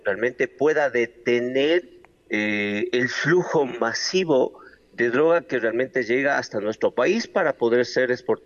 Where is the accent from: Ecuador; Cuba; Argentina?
Ecuador; la frontera nuestra con Colombia es muy amplia, es una zona selvática.